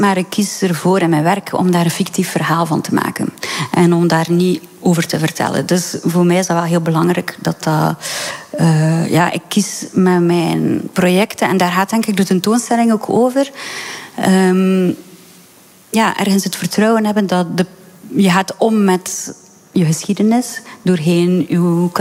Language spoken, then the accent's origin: Dutch; Ingooigem, Flanders, Belgium; En het Lijsternest staat in een Gooigem, het dorp waar ik ben opgegroeid.